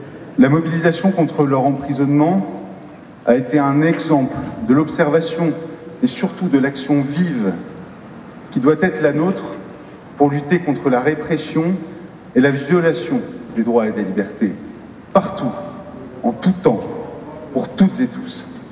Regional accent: France; En tant que Français

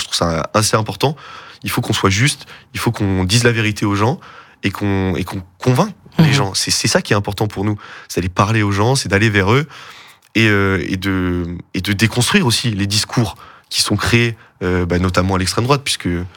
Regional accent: Pays de la Loire, France; now in Brittany, France; Moi, je viens de Vendée de base

